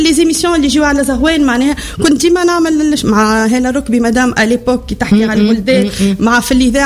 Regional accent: Zaghouan, Zaghouan Governorate, Tunisia; moved away as an adult; now in Sfax, Tunisia; تعيش في صفاقس بنت زغوان اب عن جد افتخر اللي انا نقول مسقط قلبي زغوان مش مسقط راسي

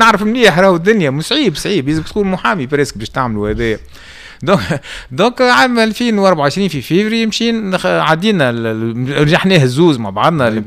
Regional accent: Tunisia; انا غادي كتونسي

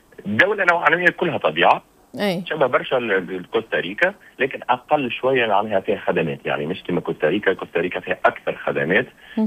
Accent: Tunisia

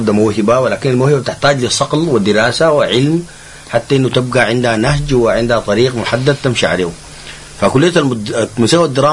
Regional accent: Sudan; عندنا في السودان يسميها النقارة،

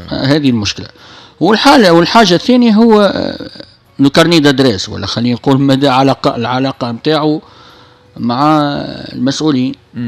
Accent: Tunisia; انا شاب تونسي

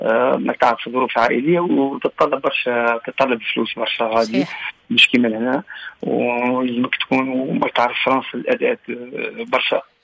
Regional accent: Tunisia; moved away as an adult; now in France; أنا تونسي

